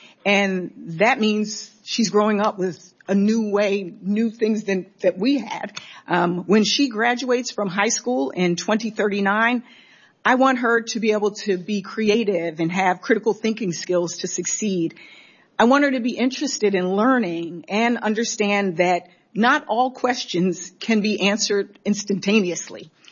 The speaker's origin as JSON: {"language": "English", "region": "Delaware", "country": "United States", "said": "My home state of Delaware is doing amazing work on this front"}